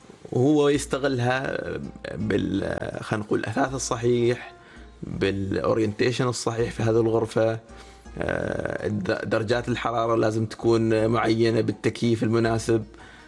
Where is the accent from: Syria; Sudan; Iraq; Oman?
Oman; نفتخر نحن اليوم كعمانيين